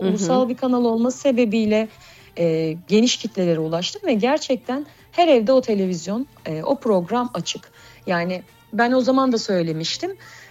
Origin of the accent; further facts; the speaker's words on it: Malatya, Turkey; Sadece Malatya için söylemiyorum. Hı-hı. Doğup büyüdüğüm kültür, topraklar bu kültürün bir beşiği.